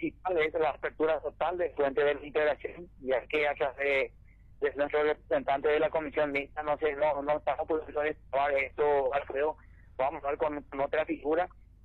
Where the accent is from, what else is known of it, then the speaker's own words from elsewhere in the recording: Presidente Franco, Alto Paraná, Paraguay; Como franqueño y estoy en este cargo como concejal municipal